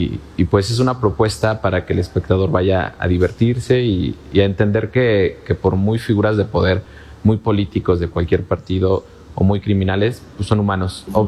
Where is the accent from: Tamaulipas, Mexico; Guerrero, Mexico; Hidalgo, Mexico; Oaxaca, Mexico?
Hidalgo, Mexico; Tezontepec de Aldama; Yo soy del Tezontepec de Aldama, un municipio aledaño